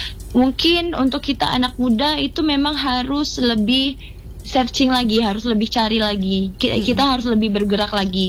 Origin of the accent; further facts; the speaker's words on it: Bengkulu, Indonesia; now in Lampung, Indonesia; Kalau saya dari Bengkulu.